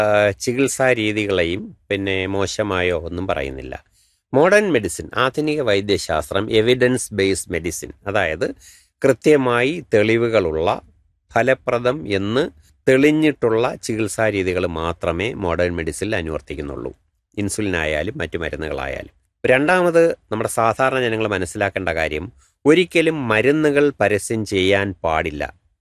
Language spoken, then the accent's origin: Malayalam; Kerala, India